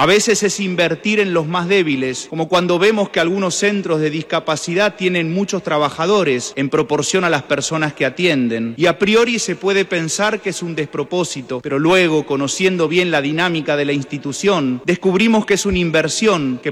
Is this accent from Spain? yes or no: no; Argentina